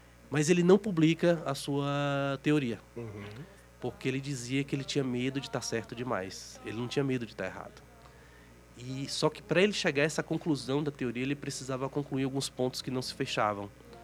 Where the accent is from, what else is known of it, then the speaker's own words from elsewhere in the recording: Salvador, Bahia, Brazil; moved away as an adult; also born or lived in São Paulo / Chile / Curitiba / Porto Alegre; now in Florianópolis, Brazil; Eu me formei em economia em Salvador, na Bahia. Eu nasci em São Paulo, cresci em Salvador.